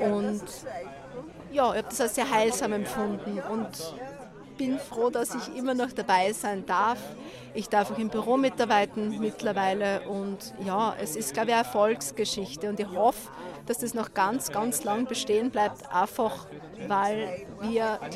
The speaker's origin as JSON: {"language": "German", "region": "Styria", "country": "Austria", "said": "ich komme aus der Obersteiermark"}